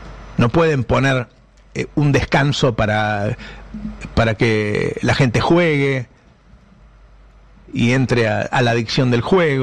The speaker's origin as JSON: {"language": "Spanish", "country": "Argentina", "said": "tenemos un círculo rojo en Argentina que nos ha convertido en una colonia en Estados Unidos."}